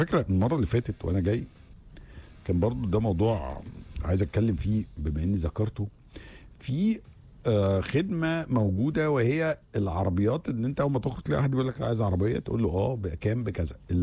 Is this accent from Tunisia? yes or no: no; Egypt; انا مصري وزي الفل، مش عايش هنا اصلا، انا عايش في مصر